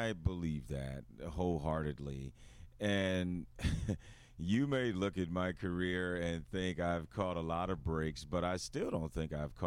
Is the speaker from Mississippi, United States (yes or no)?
no; East St. Louis, Illinois, United States; moved away as an adult; also born or lived in Des Moines, Iowa / Minnesota; being from nearby East St. Louis, got an opportunity for my hometown people to see me on TV.